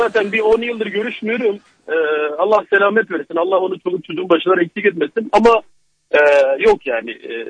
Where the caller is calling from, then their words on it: Şanlıurfa, Turkey; Urfalıyım, Şanlıurfa.